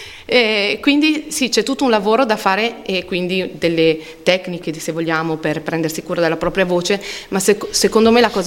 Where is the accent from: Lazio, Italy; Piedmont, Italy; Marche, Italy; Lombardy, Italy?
Lombardy, Italy; Cremona; siamo di Cremona.